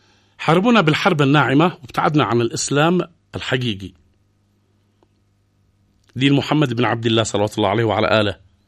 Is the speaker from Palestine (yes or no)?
no; Yemen; عندنا في اليمن